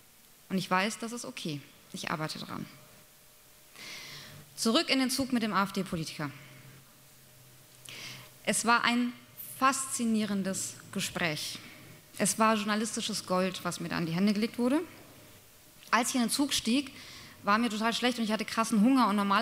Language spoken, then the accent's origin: German; Baden-Württemberg, Germany; Ich besuchte im Juli meine Heimatstadt. Ich komme aus einem kleinen schwäbischen Städtchen. Mit einem ganz schlimmen Bürgermeister.